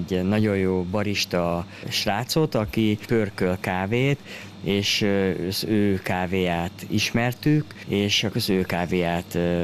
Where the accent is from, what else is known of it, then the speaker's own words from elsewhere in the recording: Hungary; És azért gondoltam, ha már magyarok vagyunk, akkor legyen valami magyar.